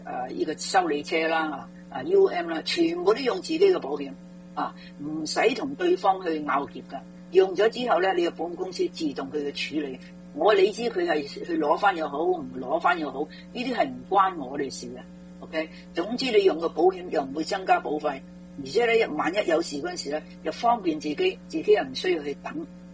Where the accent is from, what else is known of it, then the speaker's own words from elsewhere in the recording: China; 同埋呢，我发觉了很多、我们中国人呢就觉得、对方是对方错的，为什么我冤了他呢？